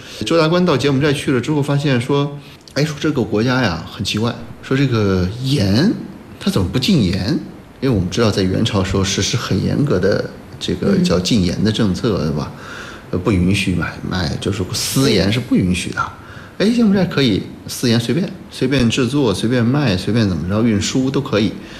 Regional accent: China; 我们中国人当时是怎么样把他们的文化给揭露下

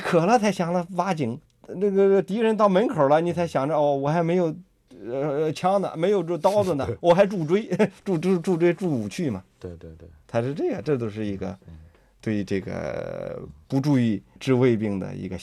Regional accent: Neiqiu, Hebei, China; 邢台那个内丘那儿有一个叫扁鹊祠

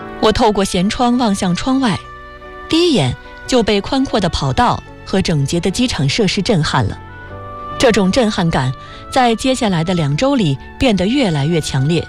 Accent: Vietnam; Chinese is a second language; 后来他来越南旅行时，我还帮助他安排住宿，并和他一起游览了我的家乡。

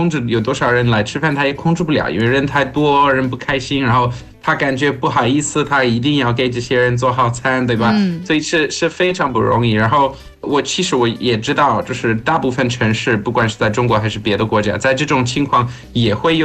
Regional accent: Portugal; 这个烤鸡店对我们葡萄牙人，因为我父亲来自葡萄牙，

